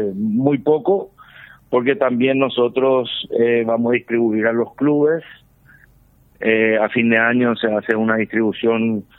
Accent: Paraguay

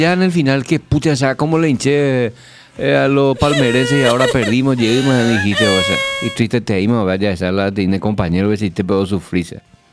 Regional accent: Paraguay; como paraguayos no podemos dejar de alentar a un club.

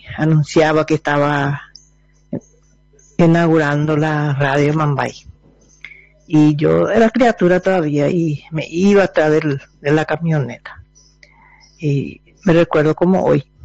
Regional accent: Paraguay; born there; de Punta Poná. Yo cuando tenía 10 años, ZP15 se inauguró.

